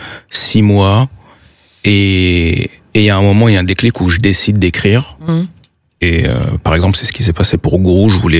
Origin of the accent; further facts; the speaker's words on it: France; En tant que Français, issu d'immigration